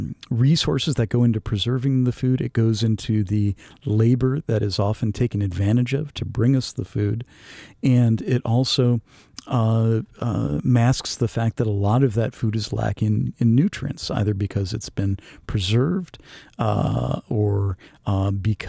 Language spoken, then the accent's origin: English; Lincoln Park, Michigan, United States; I grew up, I should highlight that I grew up five blocks away from the Sears in Lincoln Park, right? The massive shopping complex that was super important to downriver economy.